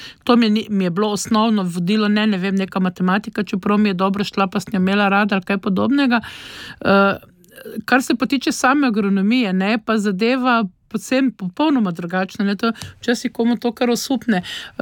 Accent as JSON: {"language": "Slovenian", "town": "Ptuj", "region": "Drava", "country": "Slovenia", "tie": "born there", "also_born_or_lived": "Koper / Izola", "accent": "Styrian", "said": "sva se oba dva z bratom rodila v Kopru, potem pa nekje, ko sem bila stara 9 let, sta pa se iz določenih razlogov odločila, da se selimo čez celo Slovenijo na Ptuj nazaj, ne, tako da jaz navadno rečem, ja, vedno rečem, da sem primorka, po pa rečem, da sem čisto krni mešanec, ne, mama je Štajerka, oče je Notranj"}